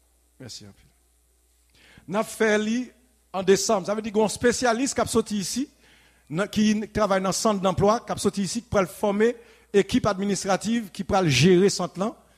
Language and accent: French; Haiti; moved away; en tant que haïtien